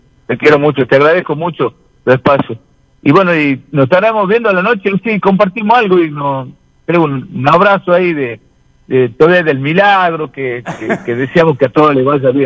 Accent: Argentina; uno como argentino quiere ganar

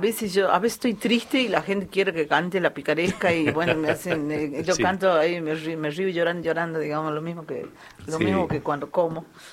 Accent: Switzerland; Yo soy de Suiza, disculpame.

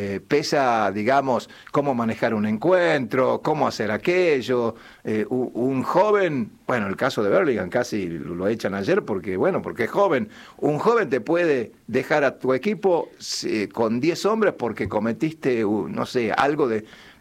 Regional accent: Argentina; ¿Por qué dicen que somos egoístas los argentinos?

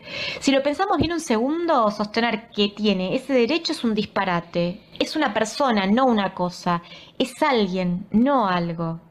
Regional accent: Argentina; soy una mujer argentina

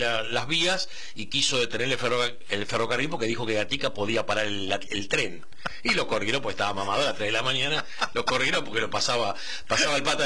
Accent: Quilmes, Buenos Aires Province, Argentina; Nací en Quilmes.

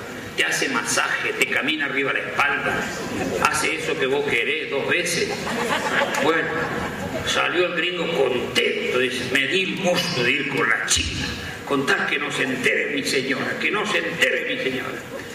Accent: Valtelina, Argentina; moved away; cuando yo fui a Valtelina, mi pueblo

